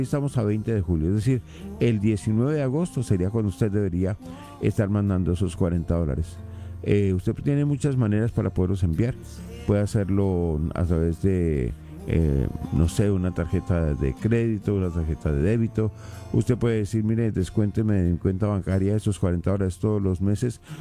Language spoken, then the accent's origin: Spanish; Colombia; born there; moved away; Colombia, el país donde yo nací.